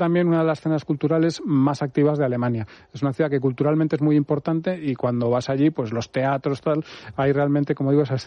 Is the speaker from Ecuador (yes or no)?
no; Spain; A mí los ríos grandes, como buen español que estamos acostumbrado a que los ríos sean, pues como son aquí en España